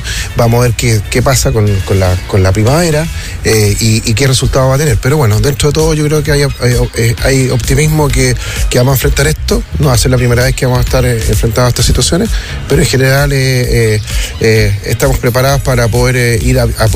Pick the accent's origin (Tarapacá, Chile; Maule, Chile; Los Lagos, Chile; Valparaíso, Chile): Maule, Chile; Romeral; nosotros como chilenos y particularmente como romeralinos